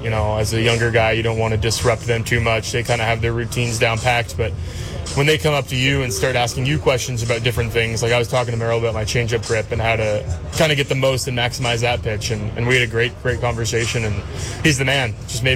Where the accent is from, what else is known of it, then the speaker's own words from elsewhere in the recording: Toronto, Ontario, Canada; growing up in Toronto, watching him throw live quite a bit.